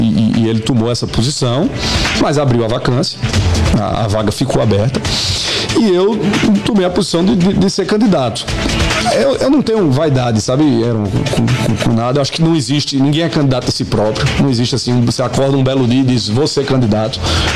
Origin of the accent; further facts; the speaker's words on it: Sousa, Paraíba, Brazil; Eu não vou deixar de votar num candidato de Souza, que é a minha terra, vou votar em qualquer outro candidato que seja.